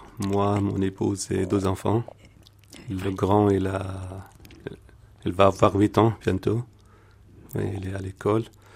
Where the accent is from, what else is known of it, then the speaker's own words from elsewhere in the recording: Damascus, Damascus Governorate, Syria; moved away as an adult; now in France; Je viens à la base de la Syrie. Je suis né à Damas, en Syrie, et grandi là-bas.